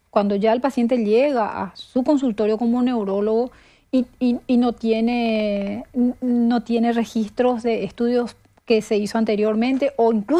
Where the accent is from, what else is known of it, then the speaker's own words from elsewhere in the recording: Paraguay; Bueno, voy a hablar de los paraguayos porque soy paraguaya.